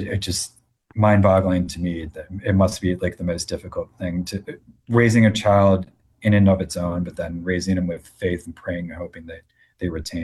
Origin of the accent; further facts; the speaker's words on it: Naperville, Illinois, United States; But then that was the only real Christian preschool in my hometown of Naperville, or at least walking distance, I guess. And then K-12 was public school.